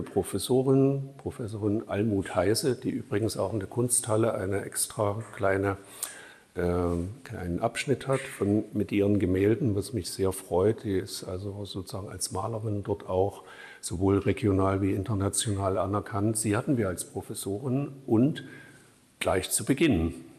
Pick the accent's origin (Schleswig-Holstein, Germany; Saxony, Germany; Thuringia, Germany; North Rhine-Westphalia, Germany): Saxony, Germany; moved away as an adult; also born or lived in Dresden / Hamburg; now in Augustusburg, Germany; ich stamme aus der Zwickauer Gegend ursprünglich.